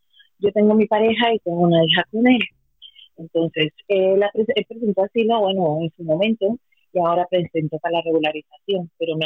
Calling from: Madrid, Community of Madrid, Spain; de Vallecas.

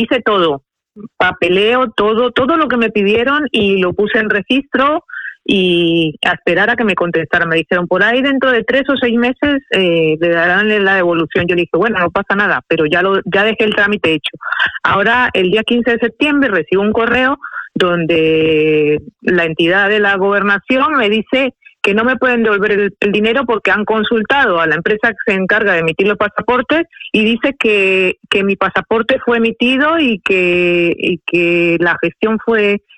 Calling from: Madrid, Community of Madrid, Spain; de Madrid.

